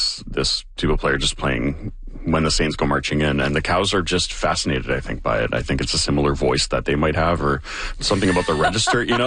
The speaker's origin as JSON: {"language": "English", "town": "Brandon", "region": "Manitoba", "country": "Canada", "tie": "born or raised there", "said": "I grew up around a lot of agriculture. I grew up in Manitoba, in Brandon, Manitoba."}